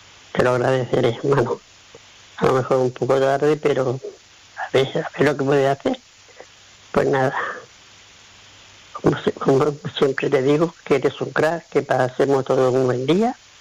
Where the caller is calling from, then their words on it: Son Serra, Balearic Islands, Spain; Hola, buenos días, Manu. Manu, mira … de Sonserra.